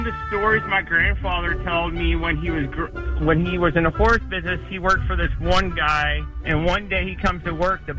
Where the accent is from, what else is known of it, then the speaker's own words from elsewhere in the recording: Kentucky, United States; I grew up in Kentucky